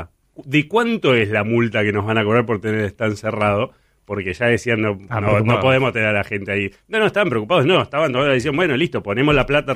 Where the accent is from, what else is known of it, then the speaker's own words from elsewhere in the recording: Argentina; Somos todos argentinos, no tengo duda que vamos a estar todos muy pendientes del Mundial